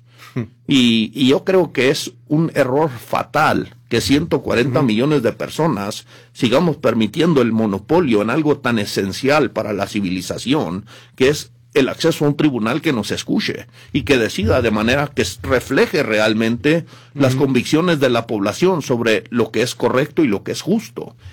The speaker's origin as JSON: {"language": "Spanish", "region": "Chihuahua", "country": "Mexico", "tie": "born there", "said": "pues yo nací en Chihuahua y pues realmente me considero mexicano."}